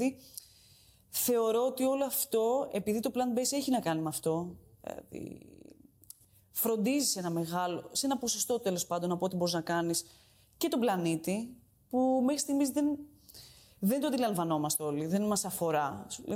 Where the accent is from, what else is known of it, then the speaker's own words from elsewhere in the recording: Greece; also born or lived in Italy; ελληνική κουζίνα είναι ο τόπος μου, είναι η γεύση μου. Δεν μπορεί να φύγει ποτέ αυτό από πάνω μου, έτσι μεγάλωσα.